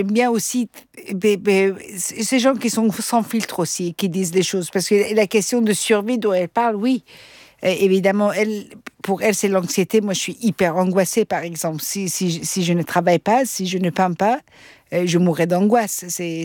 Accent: Austria; first language Persian; French is a second language; Je parlais le persan, mes parents ils m'ont mis dans une école francophone, après j'ai grandi en Autriche, voilà, après j'ai, l'anglais il fallait quand même le parler, je me suis mariée avec un Suédois

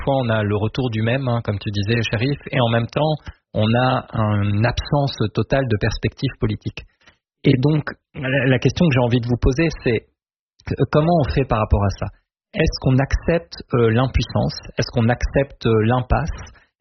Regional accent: Lebanon; Est-ce que, en tant que Libanais, nous sommes résilients ou résignés?

